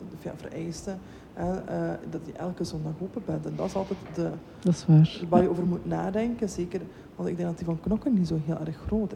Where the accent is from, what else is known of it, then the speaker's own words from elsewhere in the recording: Limburg, Netherlands; Maar ik ben hier toch maar als Limburger, hè?